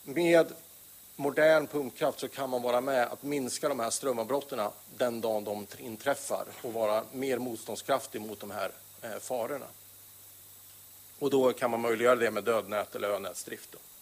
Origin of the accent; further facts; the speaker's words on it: Värmland, Sweden; Inte bara för att jag är värmlänning utan också för er som är i Torsby.